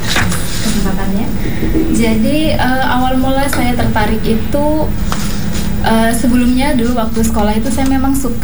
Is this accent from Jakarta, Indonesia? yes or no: no; Kobisonta, Maluku, Indonesia; born there; moved away as an adult; now in Fakfak, Indonesia; Saat itu saya di kampung saya di Kobisonta.